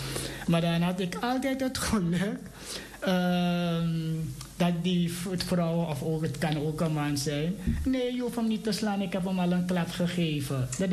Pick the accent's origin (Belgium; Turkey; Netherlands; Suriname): Suriname; moved away; in Suriname, waar ik ben opgegroeid